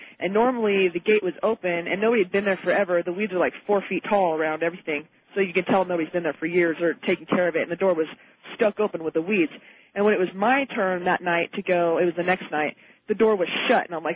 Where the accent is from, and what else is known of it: Susanville, California, United States